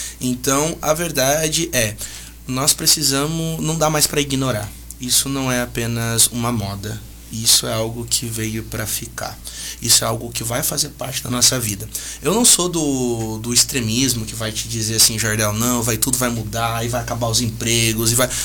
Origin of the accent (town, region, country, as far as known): Brazil; first language Portuguese